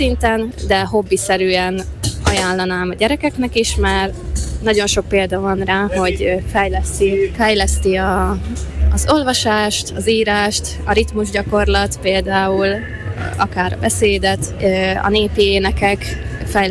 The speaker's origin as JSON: {"language": "Hungarian", "town": "Tekovské Lužany", "region": "Nitra Region", "country": "Slovakia", "also_born_or_lived": "Želiezovce, Slovakia", "moved": "yes", "said": "Én Zselízen születtem, és Nagysallóról származom, ott élnek most is a szüleim."}